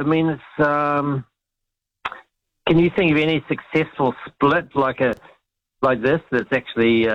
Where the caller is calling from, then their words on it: Whanganui, Manawatū-Whanganui, New Zealand; I'm from Whanganui area